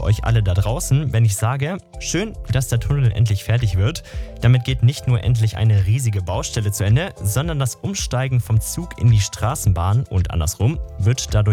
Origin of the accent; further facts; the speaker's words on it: Augsburg, Bavaria, Germany; Wir kommen beide aus Augsburg